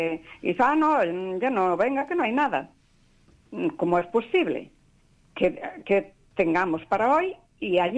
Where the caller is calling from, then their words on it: Cambados, Galicia, Spain; De Cambados.